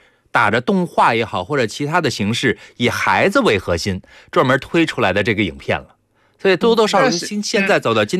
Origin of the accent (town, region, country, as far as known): China